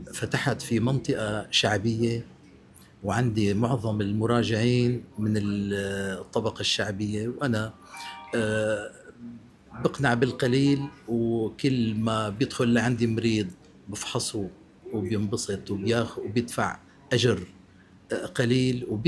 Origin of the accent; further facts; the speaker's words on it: Latakia, Latakia Governorate, Syria; من اللاذقية، مواليد 1958.